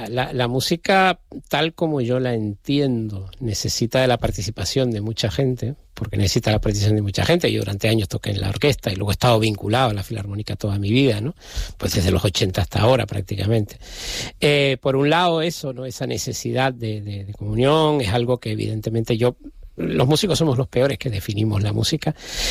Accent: Canary Islands, Spain

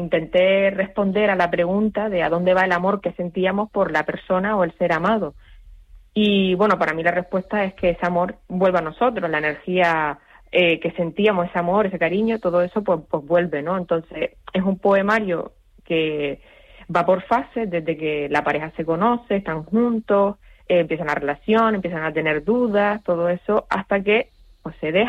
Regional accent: Canary Islands, Spain; como buena canaria, buena española

